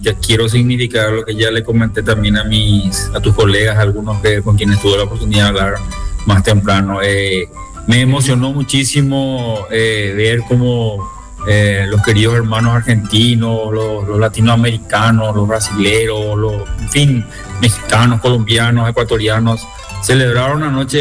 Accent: Paraguay; moved away; con todos mis queridos connacionales, con mis compatriotas. Mucho más lo que estamos por afuera de nuestro país

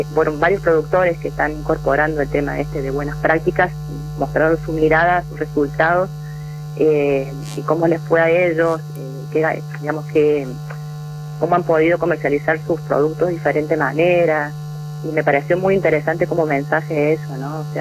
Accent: Córdoba, Argentina; also born or lived in Corrientes / Buenos Aires; yo soy cordobesa, me recibí en la Nacional acá en Córdoba, y en ese año me fui a trabajar a Corrientes

